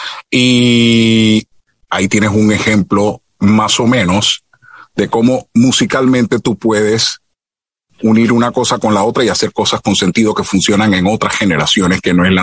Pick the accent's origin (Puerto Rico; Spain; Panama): Panama; yo soy panameño